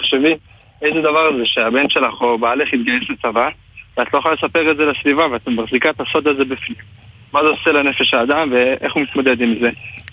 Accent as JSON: {"language": "Hebrew", "town": "Jerusalem", "region": "Jerusalem District", "country": "Israel", "tie": "born or raised there", "said": "אני גדלתי בירושלים, אני משפחה חרדית, אני ילד ה-60 בתוך 10 ילדים"}